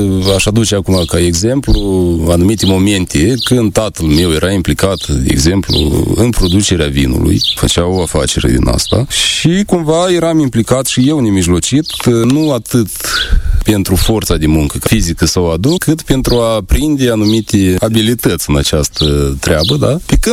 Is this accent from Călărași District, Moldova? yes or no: yes; Sadova, Călărași District, Moldova; asta este casa părintească, aici m-am născut, aici am și activitatea, aici la Sadova.